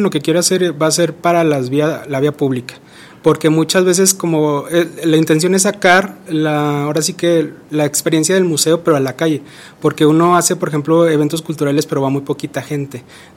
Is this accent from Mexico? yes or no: yes; Fresnillo, Zacatecas, Mexico; Yo soy de aquí de Fresnillo.